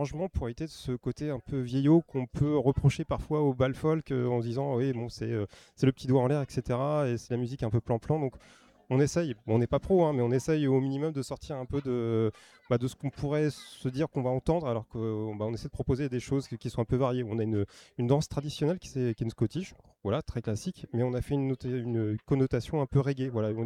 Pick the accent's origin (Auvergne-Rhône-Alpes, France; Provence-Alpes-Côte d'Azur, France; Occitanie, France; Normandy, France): Normandy, France; Rouen; parce qu'on est de Rouen, rive gauche pour la plupart, donc quartier Jardin des Plantes.